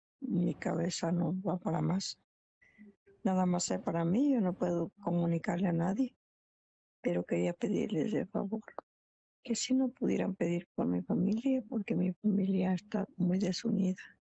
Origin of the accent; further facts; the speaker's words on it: Michoacán, Mexico; soy de Michoacán.